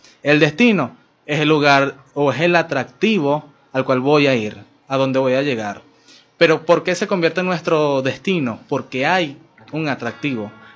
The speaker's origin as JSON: {"language": "Spanish", "town": "Barquisimeto", "region": "Lara", "country": "Venezuela", "said": "Nosotros quienes somos de Lara, quienes somos de Barquisimeto"}